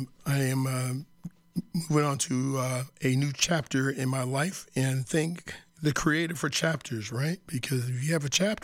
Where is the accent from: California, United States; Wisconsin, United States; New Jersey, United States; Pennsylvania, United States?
California, United States; Compton; also born or lived in San Francisco Bay Area / Washington, D.C.; now in Binghamton, United States; Because I lived in, you know, Compton is my hometown. So I lived in Compton, L.A. County. Then I was in the San Francisco Bay Area. Then I was in Washington, D.C., right? And then here in Binghamton